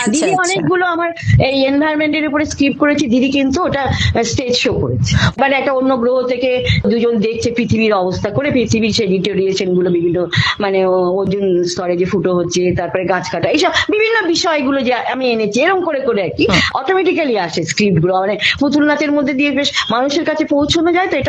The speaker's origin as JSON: {"language": "Bangla", "town": "Burnpur", "region": "West Bengal", "country": "India", "tie": "born or raised there", "moved": "as an adult", "lives_now": "Kolkata, India", "said": "না জন্ম কলকাতা, মানে যেহেতু মামা বাড়ি কলকাতায় ছিল, জন্ম ওখানে হলো, মানে আমার বাবা ওখানে চাকরি করতেন তো আমরা ওখানেই ছোটবেলা থেকে থেকেছি, ওখানকার স্কুলেই পড়েছি।"}